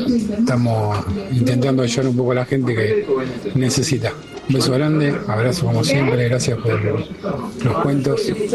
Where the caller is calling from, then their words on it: Lanús, Buenos Aires Province, Argentina; de Lanús.